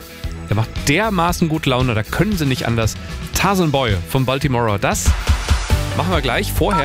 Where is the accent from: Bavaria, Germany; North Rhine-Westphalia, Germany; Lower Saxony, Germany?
North Rhine-Westphalia, Germany; Wuppertal; ich bin aus Wuppertal.